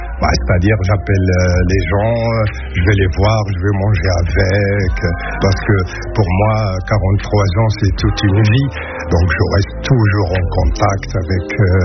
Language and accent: French; Morocco; now in Lille, France; Ouais, je viens du sud. En fait, du sud de la Méditerranée, je viens du Maroc.